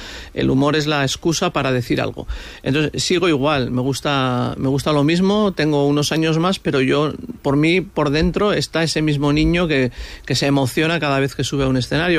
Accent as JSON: {"language": "Spanish", "town": "San Sebastián", "region": "Basque Country", "country": "Spain", "said": "yo soy de Donosti"}